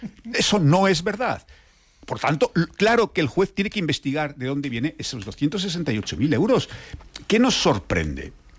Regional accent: Spain; porque yo como español no quiero que un expresidente de mi país esté investigado.

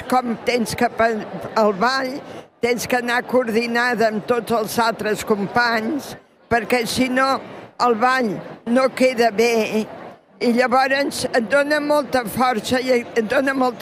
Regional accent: Barcelona, Catalonia, Spain; Tota la vida a Barcelona, a les meves famílies tothom són de Barcelona i de Catalunya

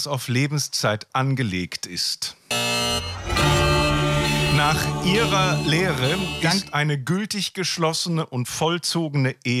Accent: Lower Saxony, Germany; aufgewachsen im Oldenburger Münsterland, da gab es wirklich mal in diesem kleinen Kaff, aus dem ich komme

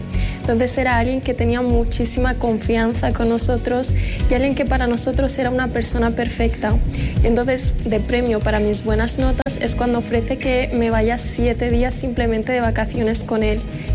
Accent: Morocco; soy de Marruecos. Tengo 21 años, soy estudiante de Derecho y Relaciones Internacionales

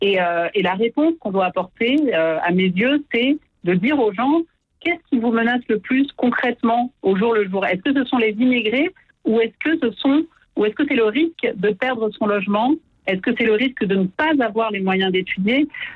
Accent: France; moi, je suis binationale. Je suis née, j'ai grandi en France, mais mon père était basque espagnol. Donc, j'ai la nationalité des deux pays.

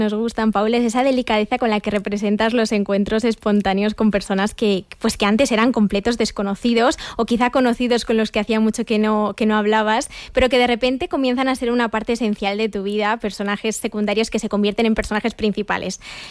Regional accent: Madrid, Community of Madrid, Spain; born there; also born or lived in Barcelona; yo nací en Barcelona, pero vivo en Madrid desde muy pequeñita, aún así toda mi familia sigue viviendo allí y me siento pues tremendamente conectada con la ciudad.

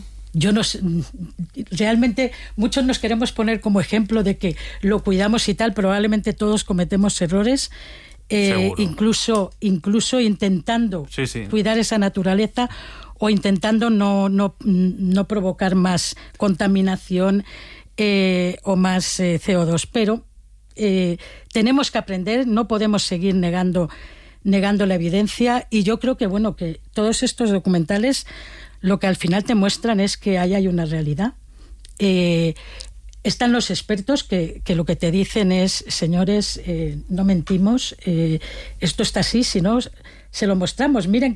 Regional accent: Valencian Community, Spain

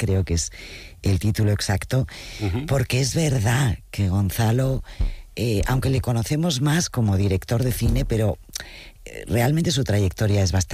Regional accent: Asturias, Spain; Como asturiano, por otra parte, te digo.

